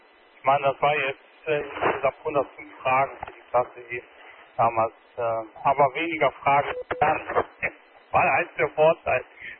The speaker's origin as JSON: {"language": "German", "town": "Bedburg", "region": "North Rhine-Westphalia", "country": "Germany", "tie": "born or raised there", "said": "bin portabel in der Nähe von meinem Heimatort, das ist Bedburg Erft, bin ich zurzeit."}